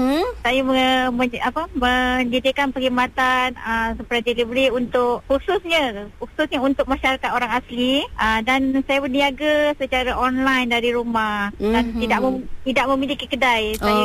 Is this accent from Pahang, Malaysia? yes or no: yes; Kuala Kerau, Pahang, Malaysia; also born or lived in Kampung Pulau Nipis; now in Maran, Malaysia; Saya dari saya ni asal daripada Kampung Pulau Nipis, Muazzam. Sekarang ni saya menetap dekat Maran Pahang, kat kampung orang asli Bangas Maran. Saya suku kaum Jakun. Tapi saya dibesarkan di kampung Pasu Kuala Kerau.